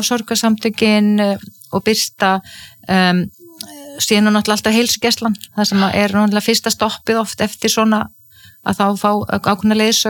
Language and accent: Icelandic; Ísafjörður, Westfjords, Iceland; ég óttaðist sjóin sem kannski líka tengist því að ég alveg upp á Ísafirði þar sem voru tíu sjóslys og menn drukknuðu